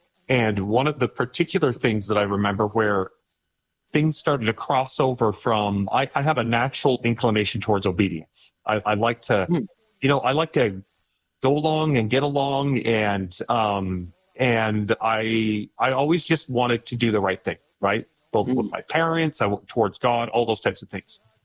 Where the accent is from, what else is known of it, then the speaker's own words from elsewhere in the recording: Burley, Idaho, United States; So I grew up in Idaho in a family of 9 kids, very conservative family.